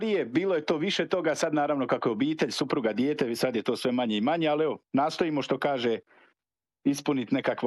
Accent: Drenovci, Vukovar-Srijem County, Croatia; now in Mayrhofen, Austria; pošto sam inače rodom iz Slavonije, za moje rodno selo Drenovci.

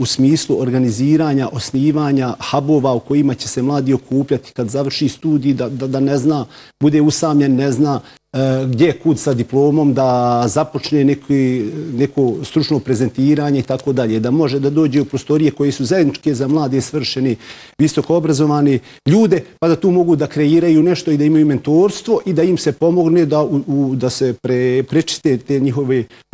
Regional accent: Velika Kladuša, Federation of Bosnia and Herzegovina, Bosnia & Herzegovina; evo ja sam iz Velike Kladušće, iz Todorova gdje sam rođen

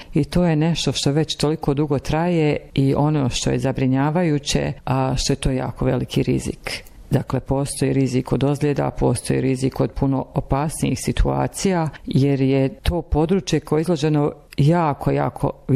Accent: Konjic, Federation of Bosnia and Herzegovina, Bosnia & Herzegovina; moved away; vaša sugrađanka. Rođena sam u Konjicu i dugo vremena sam živjela u Konjicu. U ratnim godinama sam odselila, ali vrlo rado se vraćam i puno vremena provodim u Konjicu.

